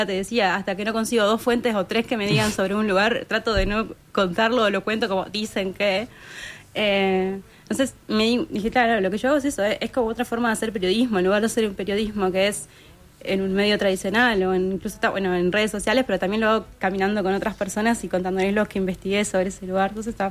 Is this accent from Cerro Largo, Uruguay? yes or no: yes; Melo, Cerro Largo, Uruguay; moved away as an adult; now in Montevideo, Uruguay; Yo vengo de Melo, allá al norte, de una ciudad que amo profundamente, en la que viviría si hubiese más oportunidades. Y sí creo que influenció mucho el hecho de que yo de niña venía a visitar a mi abuela, que vivía en el Buceo, donde vivo yo hoy en día.